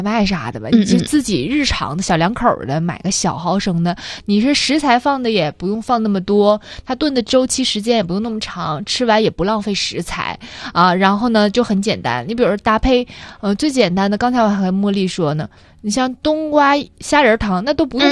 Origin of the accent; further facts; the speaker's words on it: Northeast China, China; 确实好像咱们东北人确实不太愿意喝汤